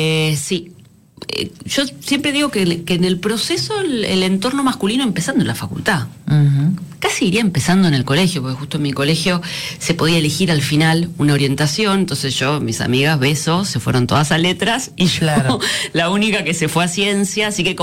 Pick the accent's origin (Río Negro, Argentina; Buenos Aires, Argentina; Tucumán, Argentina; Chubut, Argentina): Buenos Aires, Argentina; born there; Nací en Buenos Aires.